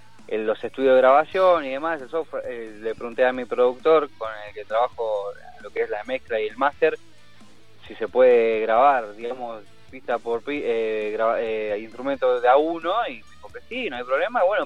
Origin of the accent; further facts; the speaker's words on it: San Miguel, Buenos Aires Province, Argentina; yo soy de Zona Norte, el barrio de Muniz. Ajá. Ubicado dentro de lo que es el partido San Miguel.